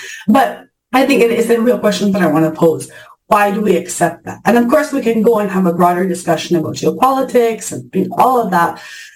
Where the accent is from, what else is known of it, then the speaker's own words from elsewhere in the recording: Italy; moved away; I grew up in Italy